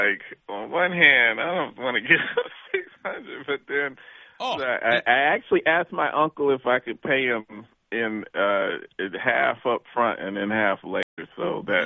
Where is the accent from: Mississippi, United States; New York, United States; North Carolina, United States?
North Carolina, United States; I'm from North Carolina